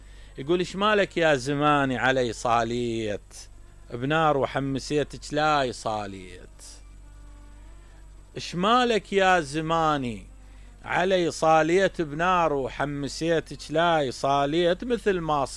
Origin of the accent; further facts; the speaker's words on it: Southern Iraq, Iraq; أكو مثل معروف عندنا في الجنوب، معروف عند أغلب العراقيين